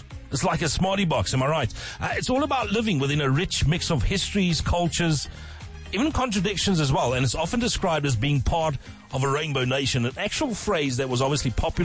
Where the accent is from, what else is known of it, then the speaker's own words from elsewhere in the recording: South Africa; And I got to tell you, I love being South African.